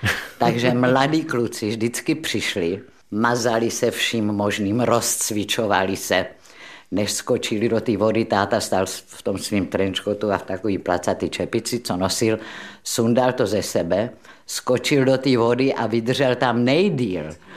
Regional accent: Brno, South Moravian Region, Czechia; moved away as an adult; also born or lived in Prague; Já jsem Brňačka tělem duší.

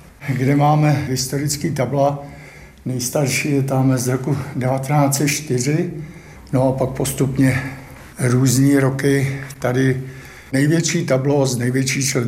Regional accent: Prague, Czechia; pocházím tady z Podskalí

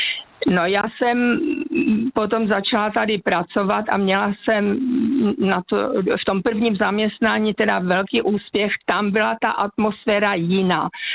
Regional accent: Ostrava, Moravian-Silesian Region, Czechia; now in Hamburg, Germany; A přitom jsme byli v mém rodném městě, já pocházím z Ostravy, ve čtvrti, kde jsem měla spoustu přátel, rodiny a tak dál.

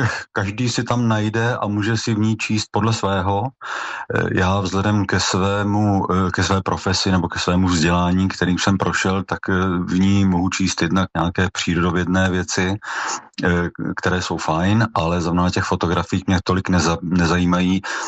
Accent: Třeboň, South Bohemian Region, Czechia; Vyrůstal jsem v paneláku v Třeboni, pod sebou jsem měl celý svět.

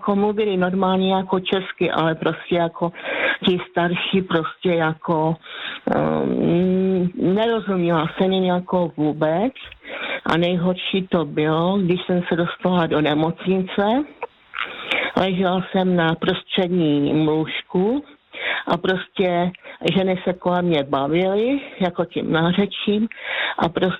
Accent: Považie, Slovakia; now in Czech Republic; No, protože prostě já jsem z Vážska, tam je zase jiná nářečí

